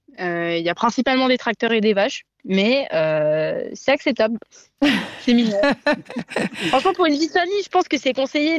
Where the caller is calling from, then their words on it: Épendes, Vaud, Switzerland; moi j'habite à Épande